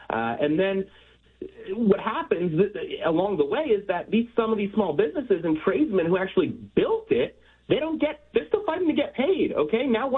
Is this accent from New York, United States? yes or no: no; West Bloomfield, Michigan, United States; one in right in his backyard there in West Bloomfield, Michigan, which is my hometown